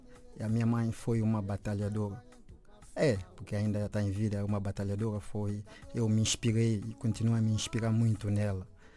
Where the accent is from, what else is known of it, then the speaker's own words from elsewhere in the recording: Príncipe, São Tomé & Príncipe; nasci, cresci na Ilha do Príncipe.